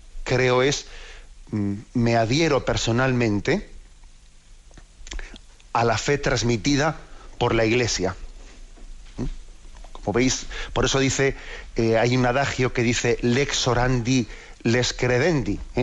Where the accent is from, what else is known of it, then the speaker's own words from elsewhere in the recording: Basque Country, Spain; que yo soy vasco, ¿no? Pues en el idioma vasco no se suele decir mi padre o mi madre